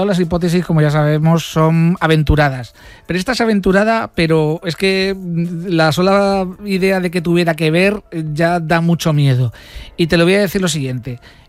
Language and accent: Spanish; Region of Murcia, Spain; Yo recuerdo, yo como murciano, que no soy de aquí